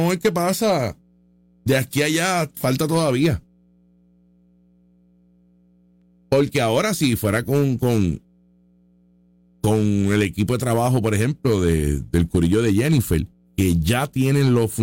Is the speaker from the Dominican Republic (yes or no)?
no; San Juan, Puerto Rico; Yo soy de San Juan, pero yo no puedo competir en San Juan porque San Juan son zurdos.